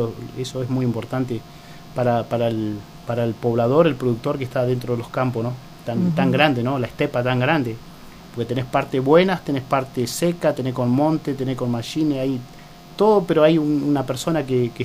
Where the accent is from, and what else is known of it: Argentina